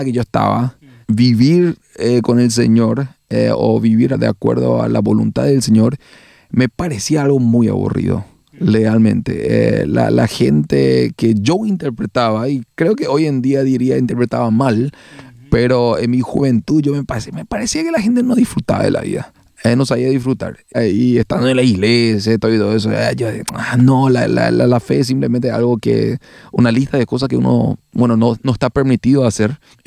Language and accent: Spanish; Asunción, Paraguay; born or raised there; moved away as an adult; also born or lived in Canada / Germany / Switzerland